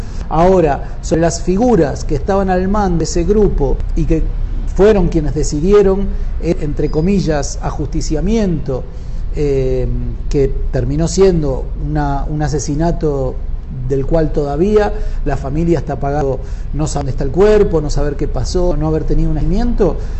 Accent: Argentina; soy argentino, escritor, investigador. Estoy aquí en Guatemala, en Casa Cervantes

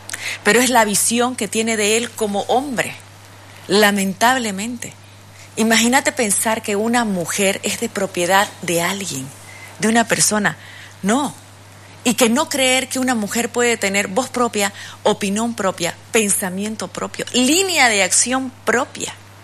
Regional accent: Bolivia; como mujer, como madre, como boliviana

